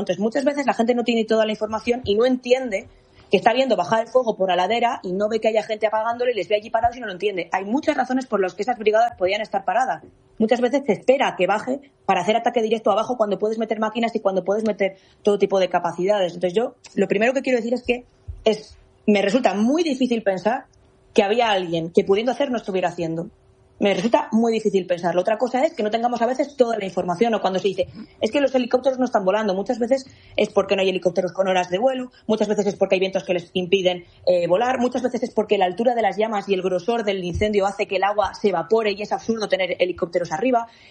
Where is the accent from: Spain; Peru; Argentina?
Spain; Oseja de Sajambre, Castile and León; mi tierra, en Picos de Europa, en Oseja de Sajambre.